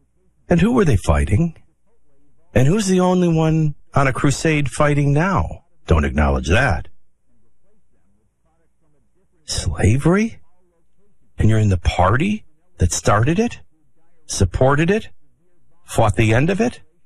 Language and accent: English; Chicago, Illinois, United States; I was from Chicago, and I froze worse in New Orleans in the winter.